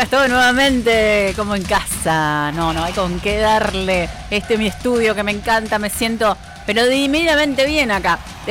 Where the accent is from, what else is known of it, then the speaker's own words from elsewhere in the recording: Argentina; Como argentinos estamos obviamente eufóricos